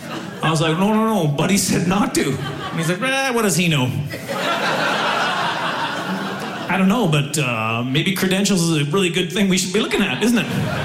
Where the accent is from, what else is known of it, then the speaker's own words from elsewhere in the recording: Canada; Like, I'm from Canada, I know cold.